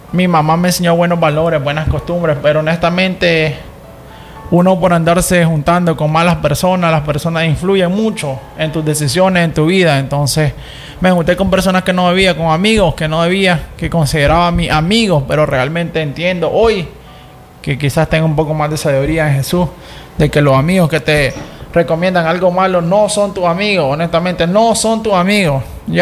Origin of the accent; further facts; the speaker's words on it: Tipitapa, Managua, Nicaragua; yo vengo de Tipitapa